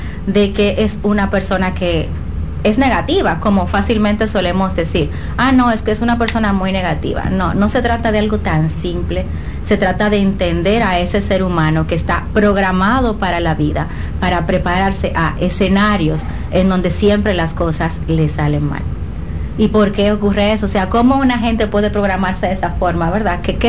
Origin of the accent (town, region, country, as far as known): Dominican Republic